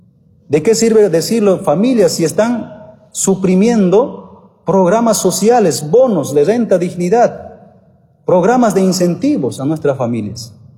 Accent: Bolivia; el dueños natos somos los bolivianos.

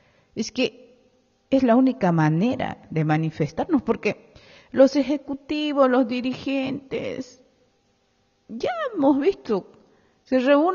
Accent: Oruro, Bolivia; los hermanos del transporte del departamento de Oruro, de mi tierra revolucionaria

